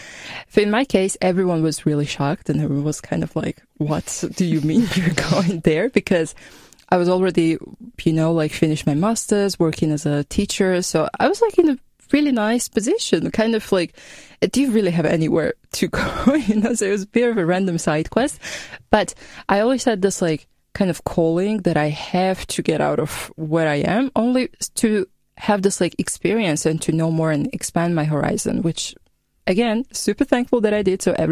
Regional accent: Georgia; moved away as an adult; now in Austria; I'm from Georgia. I'm 25. So, being 25 and coming to a different country as a volunteer

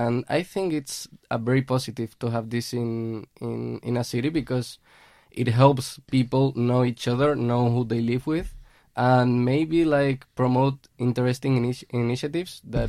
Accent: Seville, Andalusia, Spain; English is a second language; moved away as an adult; now in Austria; I come from Sevilla in the south of Spain, and I've been here living in Austria, specifically in Tyrol, for the last 2 years because I was doing a master in organization of events.

